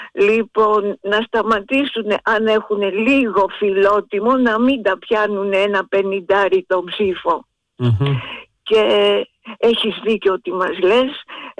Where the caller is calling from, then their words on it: Piraeus, Attica, Greece; από Πειραιά.